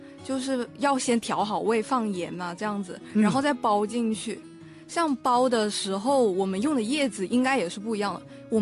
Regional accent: northern Taiwan, Taiwan; 像我們家是台灣北部的

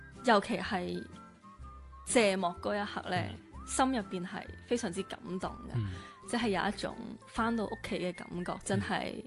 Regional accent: Macau; 我和麥思玉一樣都是土生土長的澳門人，跟住出去打拼拼搏

